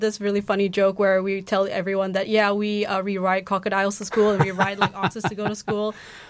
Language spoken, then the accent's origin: English; Kuala Lumpur, Malaysia; moved away as an adult; now in Dunedin, New Zealand; So my hometown is basically the big metropolitan city of Kuala Lumpur.